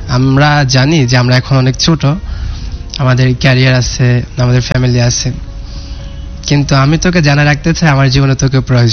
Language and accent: Bangla; Chauddagram, Chittagong Division, Bangladesh; also born or lived in Qatar; আমার জন্ম হচ্ছে কুমিল্লা চৌদ্দগ্রামে। আমি বড় হয়েছি গ্রামে, আমার এসএসসি এসএসসি কমপ্লিট করা হয়েছে গ্রামে, তারপরে অ্যাব্রোডে যাওয়া, তারপরে অ্যাব্রোড থেকে আসা।